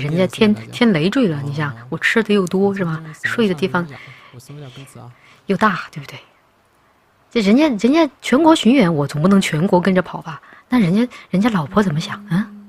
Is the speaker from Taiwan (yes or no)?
no; Chongqing, China; 我是重庆人嘛，我们那边说话很多带儿化音的，就好像叫四合院儿，什么萝卜鸡儿